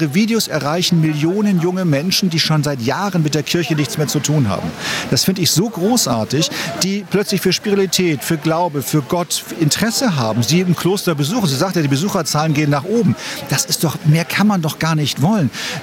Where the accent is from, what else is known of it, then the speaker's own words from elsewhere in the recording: Hamburg, Germany; Gerade für mich als Hamburger, super Kontrastprogramm. Ich meine, ich liebe meine Stadt. Ich werde immer Hamburger bleiben. Aber Bad Kreuznach, zweite Heimat, definitiv.